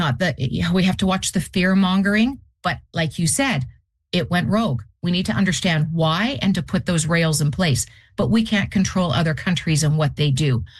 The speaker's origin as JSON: {"language": "English", "country": "Canada", "said": "as a Canadian"}